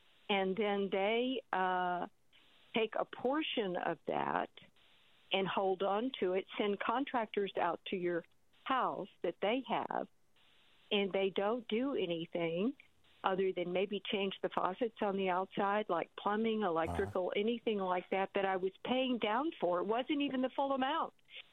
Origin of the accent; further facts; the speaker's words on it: Dallas, Texas, United States; I grew up in Dallas, Texas. My mother. We went to the revivals.